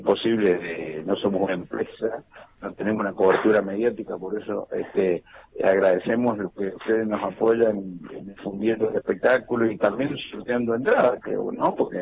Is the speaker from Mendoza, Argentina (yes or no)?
yes; Mendoza, Argentina; somos mendocinos todos, entonces claro, queremos compartir con el público de nuestra provincia